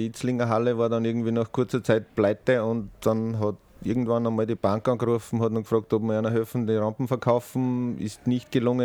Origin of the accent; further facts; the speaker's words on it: Kuchl, Salzburg, Austria; now in Salzburg, Austria; ich bin am Land aufgewachsen, in Kuchl, um genau zu sein, und bin dann in die Stadt gekommen